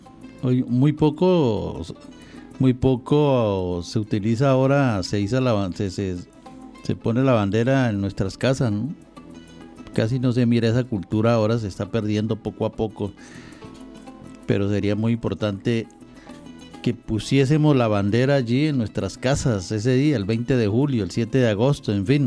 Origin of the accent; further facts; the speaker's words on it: Colombia